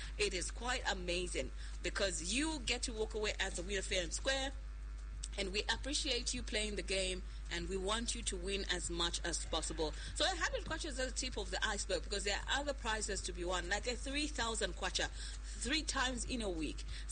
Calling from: Zambia; I'm calling you from Winvic, Zambia.

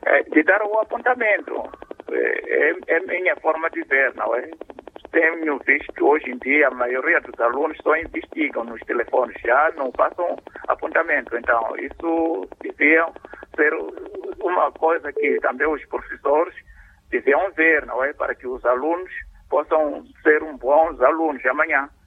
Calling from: Vilankulo, Inhambane, Mozambique; falo de Vilanculo.

